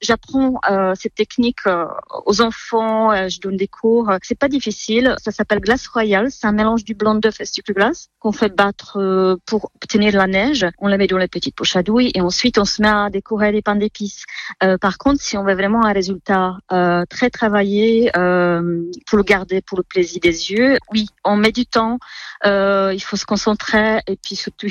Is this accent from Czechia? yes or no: yes; Czechia; French is a second language; moved away as an adult; now in Alsace, France; L'Alsace a beaucoup de ressemblances avec, avec ma région natale.